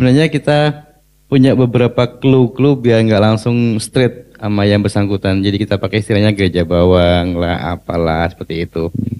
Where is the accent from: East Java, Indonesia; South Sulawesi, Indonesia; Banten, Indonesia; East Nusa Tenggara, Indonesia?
East Java, Indonesia; Malang; Kan emang kan saya dari Malang, emang saya waktu itu kebetulan kita waktu itu habis menang.